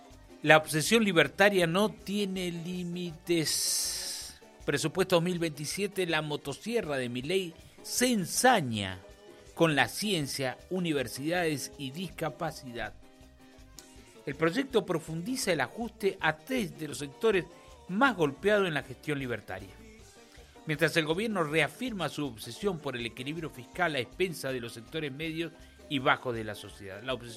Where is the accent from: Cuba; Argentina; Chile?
Argentina; Tierra del Fuego; ¿Saben cuántas noches de vigilia hemos pasado en mi Tierra del Fuego para conmemorar el 2 de abril?